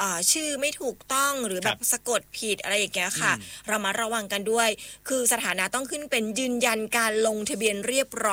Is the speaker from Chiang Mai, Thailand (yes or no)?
yes; Chiang Mai, Thailand